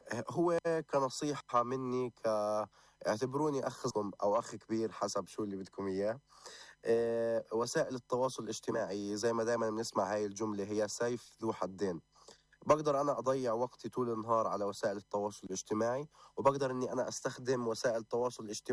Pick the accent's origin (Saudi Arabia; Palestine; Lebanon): Palestine; كفلسطينيين